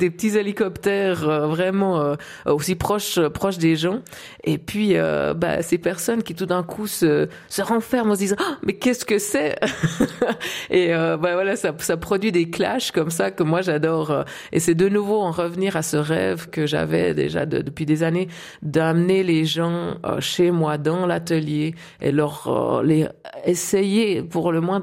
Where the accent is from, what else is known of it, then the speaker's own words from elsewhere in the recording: Switzerland; Avec ce lien qu'on entretient avec la montagne en tant que Suisse.